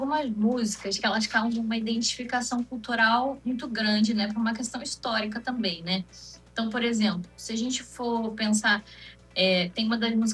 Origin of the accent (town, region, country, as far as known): Brazil